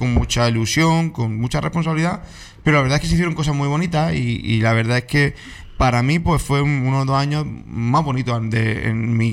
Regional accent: María, Andalusia, Spain; Yo creo que mi familia y yo somos más felices allí y por eso decido vivir allí. Creo que mis hijos quiero que crezcan como yo crecí en su día y por eso decido que mi proyecto de vida pues sea en mi pueblo

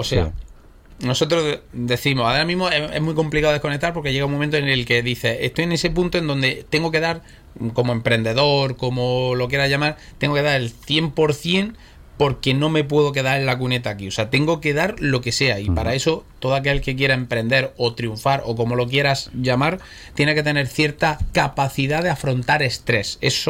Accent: Andalusia, Spain; Sí, es que sí, es que somos andaluces.

